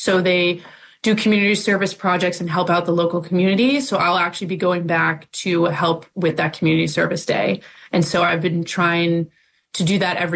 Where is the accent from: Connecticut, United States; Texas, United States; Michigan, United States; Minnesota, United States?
Connecticut, United States; Fairfield; now in New York City, United States; I grew up in Connecticut in Fairfield. And Bridgeport was the neighboring town.